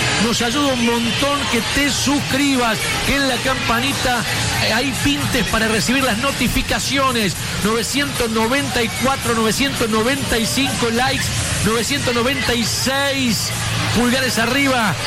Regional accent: Argentina; Estoy enojado como argentino con esto

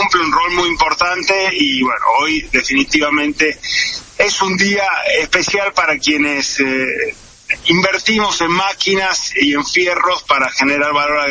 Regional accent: Norte Grande, Argentina; como puede ser la nuestra, acá el Norte Grande

